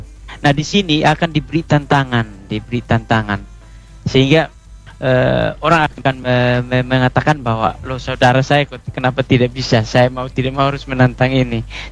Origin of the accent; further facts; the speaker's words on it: East Nusa Tenggara, Indonesia; istilah kami orang Atoni itu disebut dengan bunuh banu talas